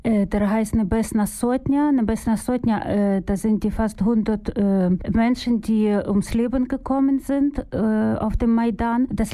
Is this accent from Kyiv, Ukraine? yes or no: no; Ivano-Frankivsk, Ivano-Frankivsk Oblast, Ukraine; Ich komme aus Ivano-Frankivsk in der Ukraine.